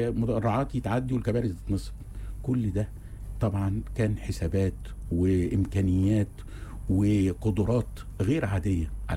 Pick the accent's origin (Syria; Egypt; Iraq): Egypt; احنا كضباط مصريين